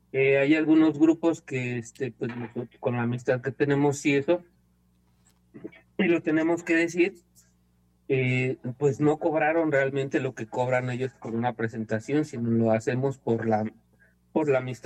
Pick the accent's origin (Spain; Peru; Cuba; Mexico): Mexico